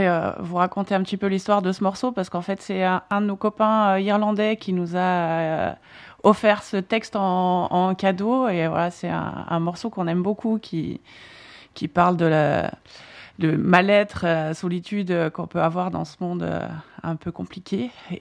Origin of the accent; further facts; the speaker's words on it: Montélimar, Auvergne-Rhône-Alpes, France; On vient de Montélimar. Du coup, on va quitter un petit peu notre zone de confort.